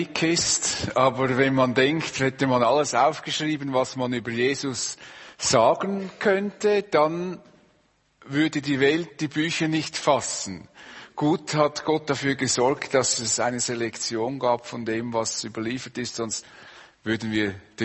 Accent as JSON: {"language": "German", "country": "Switzerland", "said": "Das wollen wir gar nicht und als Schweizer schon erst recht nicht."}